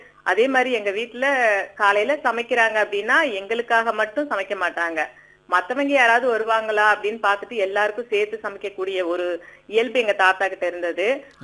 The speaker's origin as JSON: {"language": "Tamil", "area": "Salem district", "region": "Tamil Nadu", "country": "India", "tie": "born or raised there", "moved": "as an adult", "lives_now": "Pollachi, India", "said": "என்னோட சொந்த ஊர் சேலம் மாவட்டம், ஆத்தூர் பக்கத்துல இருக்கக்கூடிய ஒரு சிறிய கிராமம். அங்க எனக்கு அதுக்கான வாய்ப்பு எதுவுமே கிடைக்கல. ஆனா நான் கோவை மாவட்டம் பொள்ளாச்சிக்கு இடம்பெயர்ந்த பின்னாடி"}